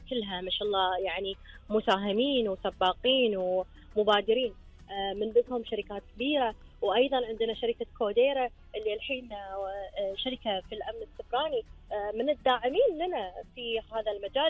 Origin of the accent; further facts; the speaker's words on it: Kuwait; بعد الرياح عاليه عندنا بالكويت.